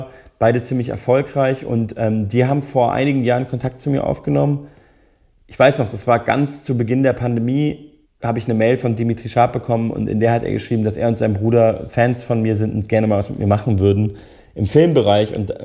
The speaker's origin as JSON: {"language": "German", "town": "Munich", "region": "Bavaria", "country": "Germany", "tie": "born or raised there", "said": "in München, ich komme ja auch aus München, in meiner Heimatstadt"}